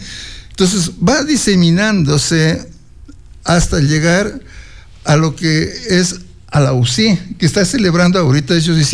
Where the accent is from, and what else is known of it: Ecuador